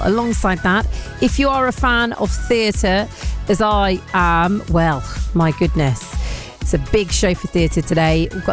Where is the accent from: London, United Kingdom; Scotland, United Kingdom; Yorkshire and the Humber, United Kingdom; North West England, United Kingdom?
London, United Kingdom; as a Londoner